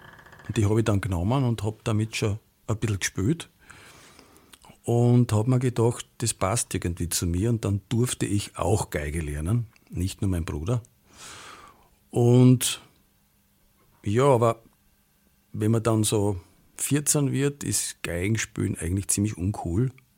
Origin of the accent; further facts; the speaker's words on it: Vorarlberg, Austria; Ja, ich bin in Vorarlberg geboren und auch aufgewachsen. Und zwar in der ÖDK-Siedlung.